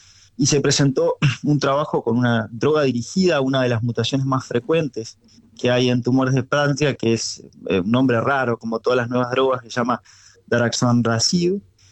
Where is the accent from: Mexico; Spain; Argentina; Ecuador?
Argentina; para nosotros como argentinos